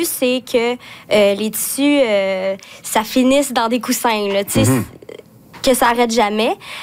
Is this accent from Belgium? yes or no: no; Matane, Quebec, Canada; J'étudie en sciences humaines et je viens de Matane. Mm-hmm. Je suis née ici.